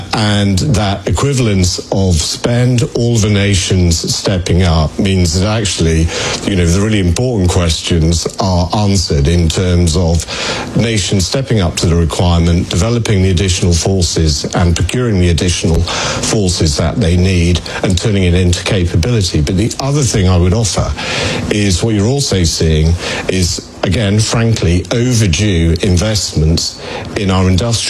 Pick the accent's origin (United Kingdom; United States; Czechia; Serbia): United Kingdom; as a Brit